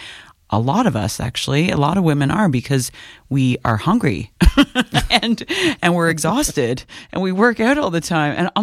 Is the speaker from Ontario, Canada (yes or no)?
yes; Prince Edward County, Ontario, Canada; I grew up in South End, Prince Edward County, eighth mm-hmm. generation from you know, farm fields.